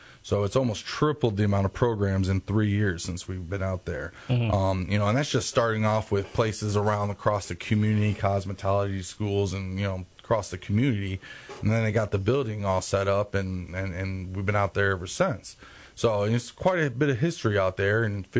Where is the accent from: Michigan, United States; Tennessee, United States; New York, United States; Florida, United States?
Michigan, United States; Jackson; now in Detroit, United States; I went to Jackson College for Culinary Arts and graduated from there. Currently at Henry Ford in Detroit right now, trying to work on my four-year degree, but finish that out. But I've been born and raised in J